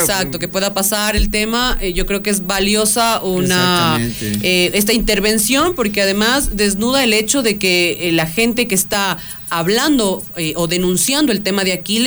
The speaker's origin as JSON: {"language": "Spanish", "country": "Ecuador"}